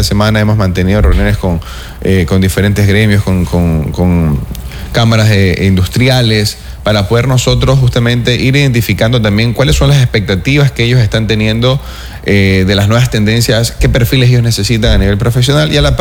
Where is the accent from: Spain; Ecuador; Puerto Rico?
Ecuador; Santo Domingo, Santo Domingo de los Tsáchilas; moved away; also born or lived in Manabí; regreso a mi tierra